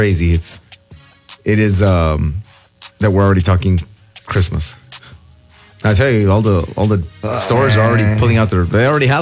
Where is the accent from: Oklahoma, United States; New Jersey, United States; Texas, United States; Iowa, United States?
Texas, United States; El Paso; I grew up in the Riverside area, right? The Lower Valley, in that area.